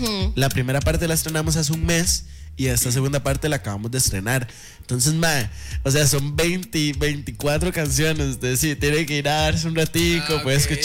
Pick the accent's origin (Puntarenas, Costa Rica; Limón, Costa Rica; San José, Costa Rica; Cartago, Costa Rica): Puntarenas, Costa Rica; Cóbano; Yo soy, bueno, Santa Teresa, yo soy de Cóbano. Cóbano es, pues, como a 15 minutos, 10 minutos de Santa Teresa. Pero es una zona de campo, entonces, man, es loco porque yo crecí en la playa, yo soy de costa, pero a la misma vez de campo.